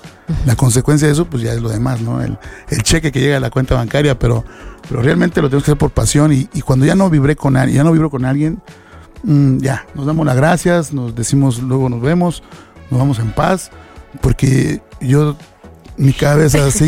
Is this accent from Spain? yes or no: no; Mexico; Realmente somos mexicanos y esa lo tenemos en el ADN, la fiesta.